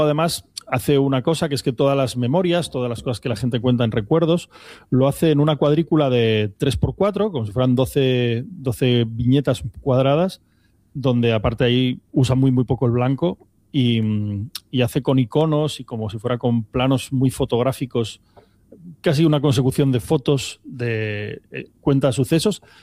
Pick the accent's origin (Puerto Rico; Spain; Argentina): Spain; Asturias; si somos asturianos y tenemos un pueblo al que recurrir